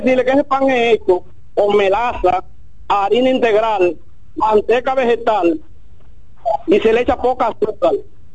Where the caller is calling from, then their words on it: Santo Domingo Norte, Santo Domingo, Dominican Republic; le hablo de Santo Domingo Norte, específicamente de la Jacobo.